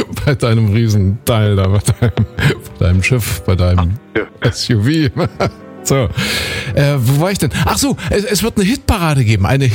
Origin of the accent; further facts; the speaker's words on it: Köthen, Saxony-Anhalt, Germany; ich komme ja aus Kuhköthen, aus dem schönen Sachsen-Anhalt gebürtig.